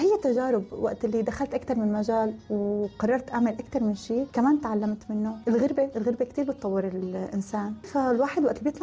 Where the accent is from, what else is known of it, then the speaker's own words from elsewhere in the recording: Aleppo, Aleppo Governorate, Syria; moved away as an adult; also born or lived in Dubai; now in Gaziantep, Turkey; من حلب، مقيمة بعنتاب. جيت على تركيا بال 2013، بعدين سافرت على دبي بال 2014، ورجعت من الإمارات تقريبا بال 2019. صار لي مقيمة هون بتركيا شي 7 سنين تقريبا